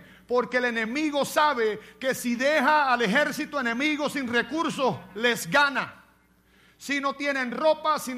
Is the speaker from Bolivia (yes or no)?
no; Cuba; moved away; en mi país, en Cuba